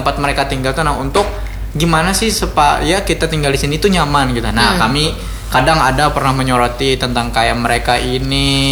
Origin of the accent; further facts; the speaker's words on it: Banjarmasin, South Kalimantan, Indonesia; kita orang Banjarmasin